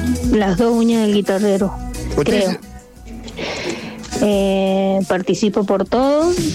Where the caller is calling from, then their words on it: Potrerillos, Mendoza, Argentina; de Potrerillos.